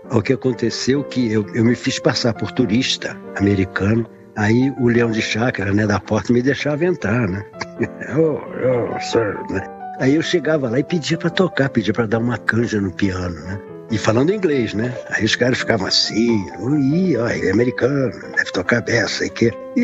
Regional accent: Brazil; não sou americano não, sou brasileiro

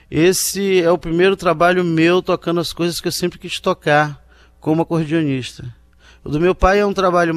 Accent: Rio Branco, Acre, Brazil; Sou do Acre, de Rio Branco.

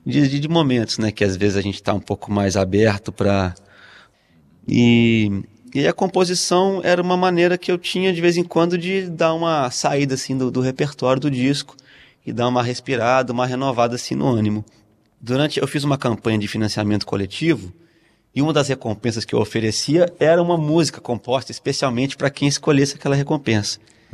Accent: Franca, São Paulo, Brazil; moved away as an adult; now in Ouro Preto, Brazil; eu sou natural da cidade de Franca, no interior de São Paulo, mas eu acabei indo para lá.

